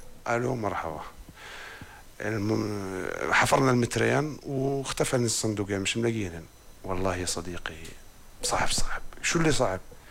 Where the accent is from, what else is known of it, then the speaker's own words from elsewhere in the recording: Irbid, Irbid Governorate, Jordan; يعني انا تربيت على مناطق في الشمال، في اربد، عروس الشمال